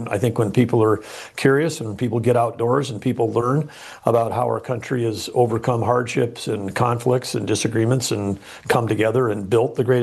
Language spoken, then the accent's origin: English; North Dakota, United States; Growing up in North Dakota, not atypical to take a family journey to the Black Hills. So I saw it when I was a kid on a road trip with the family.